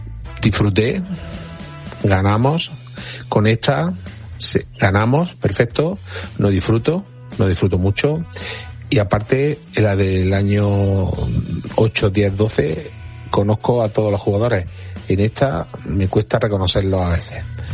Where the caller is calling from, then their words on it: Madrid, Community of Madrid, Spain; de Madrid.